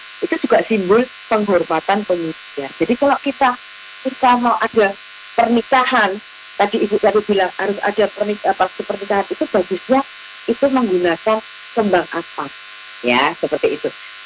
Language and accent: Indonesian; Java, Indonesia